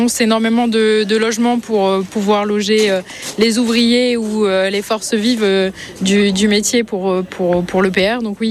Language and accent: French; Rouen, Normandy, France; Nous, on est de Rouen.